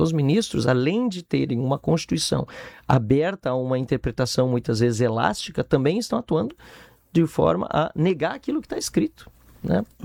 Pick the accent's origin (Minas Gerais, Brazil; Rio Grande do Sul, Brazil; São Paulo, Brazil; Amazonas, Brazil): Rio Grande do Sul, Brazil; eu com certeza sou gaúcho